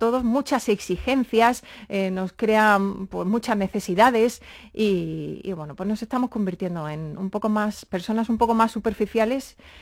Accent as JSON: {"language": "Spanish", "town": "Úbeda", "region": "Andalusia", "country": "Spain", "said": "es que como yo soy de Úbeda, son los 8 kilómetros que lo separan."}